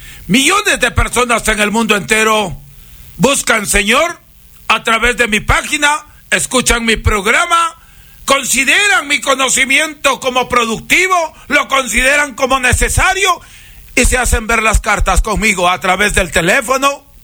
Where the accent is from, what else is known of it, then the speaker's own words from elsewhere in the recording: Huancabamba, Piura, Peru; now in Salcedo, Ecuador; soy peruano huancabambino bautizado en la Laguna Blanca, Laguna El Chimbe, Laguna El Toro, Laguna La Palangana.